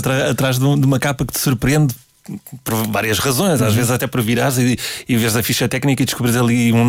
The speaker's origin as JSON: {"language": "Portuguese", "region": "Trás-os-Montes", "country": "Portugal", "said": "porque também sou transmontano"}